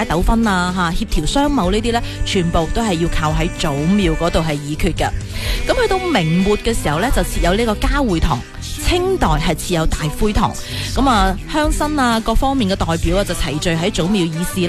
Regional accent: Foshan, Guangdong, China

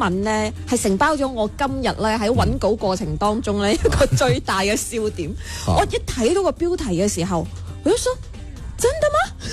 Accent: Guangdong, China; 我哋广东人

